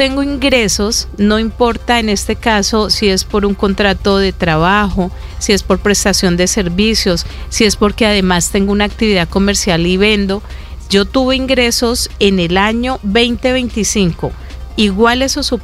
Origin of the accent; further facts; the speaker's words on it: Colombia; Soy colombiana